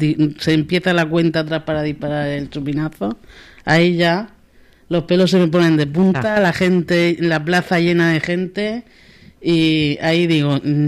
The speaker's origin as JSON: {"language": "Spanish", "town": "Rafal", "region": "Valencian Community", "country": "Spain"}